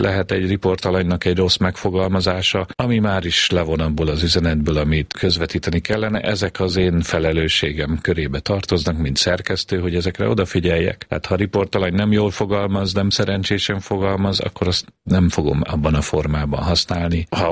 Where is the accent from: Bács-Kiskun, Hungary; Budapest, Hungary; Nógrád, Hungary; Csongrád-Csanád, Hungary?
Budapest, Hungary; Én Budapesten születtem, igazából Zuglóban nevelkedtem fel, egy lakótelepen, úgynevezett panelházban